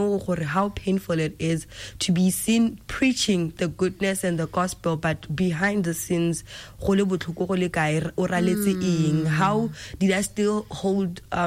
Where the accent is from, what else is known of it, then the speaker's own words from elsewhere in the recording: Kanye, Southern District, Botswana; is a young woman, a Motswana woman, a mother, a worshipper, and a minister by calling. And I grew up in Kanye